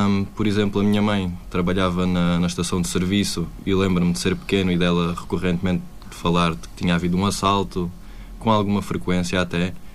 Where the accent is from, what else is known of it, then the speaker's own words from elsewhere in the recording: Grândola, Alentejo, Portugal; also born or lived in Setúbal; é grandolense, desde sempre. Nascido em Setúbal, mas vivi a minha vida toda em Grândola. Os meus pais também são daqui. Por isso posso dizer que sou grandolense de gema. Sou da terra.